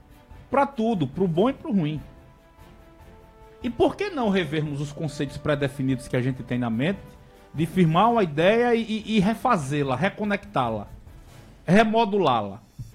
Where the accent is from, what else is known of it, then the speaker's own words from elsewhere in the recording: Santa Rita, Paraíba, Brazil; born there; Nasci em Santa Rita, na Flávio ou no Ceslau, pelas mãos de Dorivaldo, de Oildo, de Misael Stack.